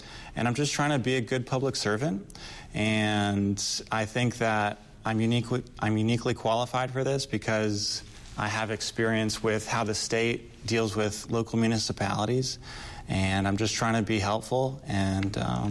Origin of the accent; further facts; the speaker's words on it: Atlanta, Georgia, United States; moved away as an adult; also born or lived in Iwakuni, Japan; now in Upper Peninsula, Michigan, United States; I grew up in Atlanta, Georgia.